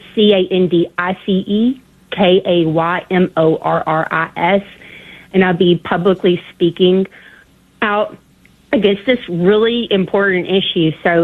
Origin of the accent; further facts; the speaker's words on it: Ashland City, Tennessee, United States; On Monday at 6 p.m., I'll be publicly speaking in my hometown, Ashland City, Tennessee.